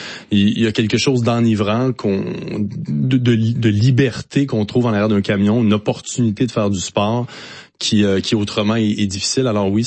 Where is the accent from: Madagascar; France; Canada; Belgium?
Canada; Quebec; Éboueur, chez nous au Québec, ça réfère au français.